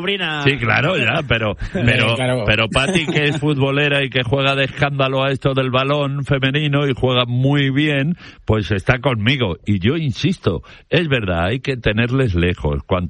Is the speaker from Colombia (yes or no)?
no; Spain; como yo soy español y de la selección, yo no tengo que andar cohibiéndome con a ver qué van a pensar en Argentina